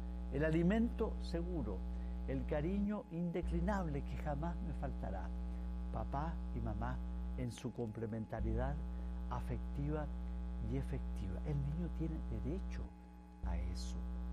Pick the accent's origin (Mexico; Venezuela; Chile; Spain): Chile; En mi país, Chile, el 70% de los niños que nacen están naciendo fuera de una familia unida por un matrimonio.